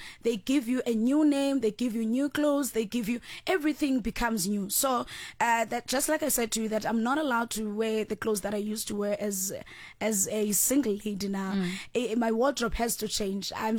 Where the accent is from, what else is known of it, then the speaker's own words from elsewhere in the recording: King William's Town, Eastern Cape, South Africa; now in Johannesburg, South Africa; I'm born and bred in King Williamstown, iQonce now